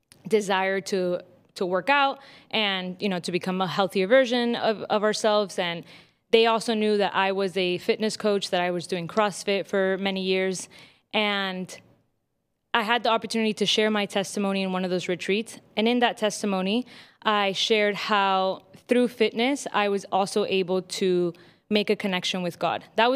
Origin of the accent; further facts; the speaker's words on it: Key Biscayne, Florida, United States; also born or lived in Mexico; I am 24 years old. I was born in Mexico, but raised here in Miami, Florida, in Key Biscayne to be exact.